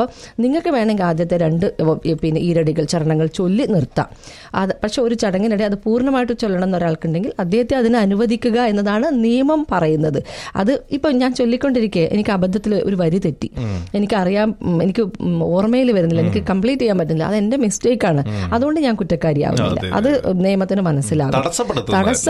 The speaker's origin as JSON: {"language": "Malayalam", "region": "Kerala", "country": "India", "said": "ഞാനൊരു മലബാറുകാരിയാണ്"}